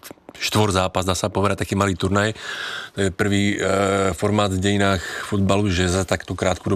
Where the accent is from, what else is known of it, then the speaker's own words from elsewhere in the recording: Slovakia; Czech is a second language; now in Czech Republic; No tak jsem Slovák, takže faním Slovákům samozřejmě.